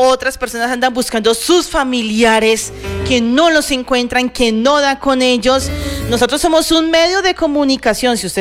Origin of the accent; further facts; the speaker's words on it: Cali, Valle del Cauca, Colombia; Por ejemplo, yo soy de Cali